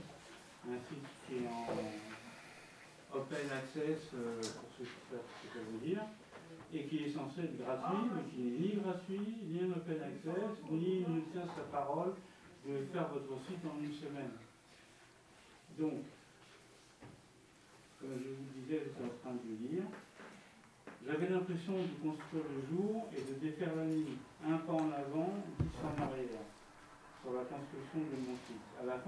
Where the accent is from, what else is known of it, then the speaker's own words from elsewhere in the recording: Paris, Île-de-France, France; born there; Donc, moi, je suis né à Paris avec toutes mes excuses pour le petit inconvénient.